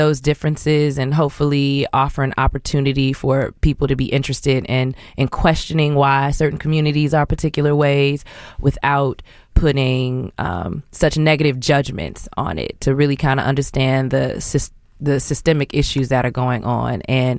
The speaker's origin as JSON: {"language": "English", "town": "Chicago", "region": "Illinois", "country": "United States", "said": "I am a photographer from Inglewood. And this is what Chicago sounds like."}